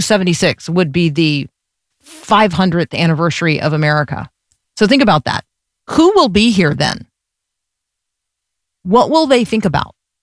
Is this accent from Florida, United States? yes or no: yes; Tampa, Florida, United States; the University of Central Florida, and I grew up in Tampa